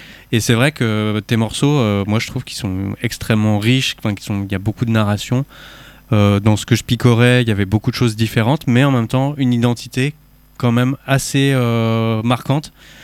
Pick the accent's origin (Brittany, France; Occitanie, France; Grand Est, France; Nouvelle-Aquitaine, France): Brittany, France; Rennes; en tant que Rennais